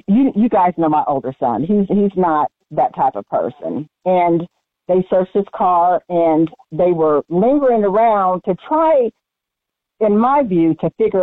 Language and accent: English; Kokomo, Indiana, United States; moved away as an adult; I was born and raised in Kokomo, Indiana. I still have family there. I frequent there often to see my friends and family.